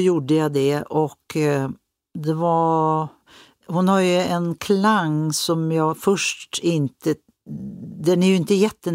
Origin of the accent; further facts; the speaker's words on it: Sweden; moved away as an adult; also born or lived in Basel / Germany; jag vill vara hemma i Sverige